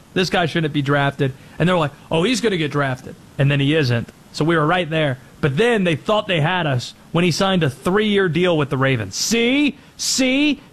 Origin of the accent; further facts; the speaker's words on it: North Carolina, United States; also born or lived in Baltimore; I was born there. I grew up in North Carolina.